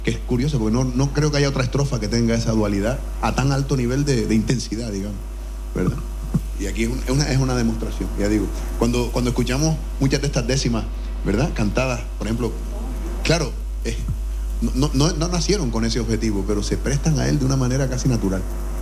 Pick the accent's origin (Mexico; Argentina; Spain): Spain; Artenara, Canary Islands; unos compañeros míos, entre los que está José Miguel Pereira, estuvo por mi pueblo de Artenara